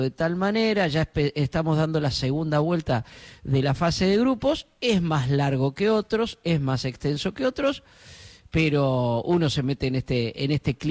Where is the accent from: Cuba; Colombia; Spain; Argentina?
Argentina; Puan, Buenos Aires Province; now in Munro, Argentina; cuando voy de San Isidro a Puan, a mi pueblo